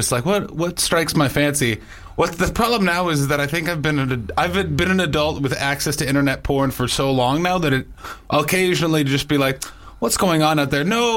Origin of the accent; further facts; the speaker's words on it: Canada; Well, I'm from North America. We talk differently.